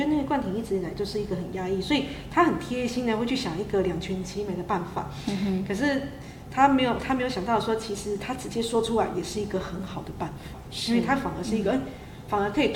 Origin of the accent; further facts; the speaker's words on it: Tainan, Taiwan; moved away as an adult; now in Taipei, Taiwan; 因为我是台南的女儿，我要嫁到台北